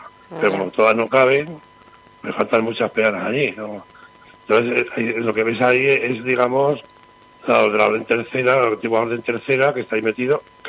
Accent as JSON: {"language": "Spanish", "town": "Calatayud", "region": "Aragon", "country": "Spain", "said": "Que te somos de Calatayud."}